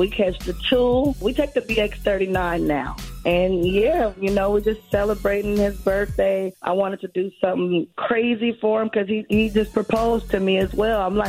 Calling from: New York City, New York, United States; I'm on 233rd and on White Plains 233rd to be exact.

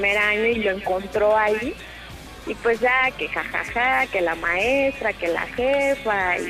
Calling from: Zumpango, State of Mexico, Mexico; yo vivo en Zumpango

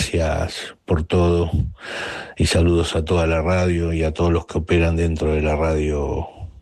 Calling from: Villa del Parque, Buenos Aires, Argentina; soy de Villa

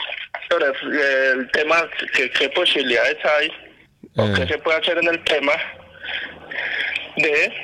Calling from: Medellín, Antioquia, Colombia

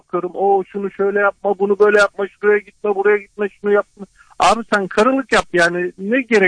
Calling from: Istanbul, Turkey; İstanbul Ataşehir.

